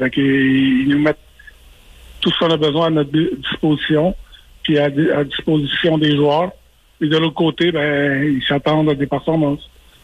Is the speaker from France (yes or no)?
no; Quebec, Canada; moved away; étant donné que je suis Québécois